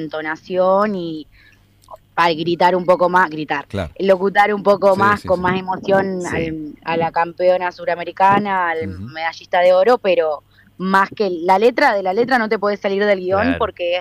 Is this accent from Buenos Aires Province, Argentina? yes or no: no; Concordia, Entre Ríos, Argentina; now in Rosario, Argentina; mis amigos rosarinos me dicen que todo el tiempo hablo de Concordia, de Entre Ríos, y sí, es verdad, soy orgullosamente entrerriana y concordiense.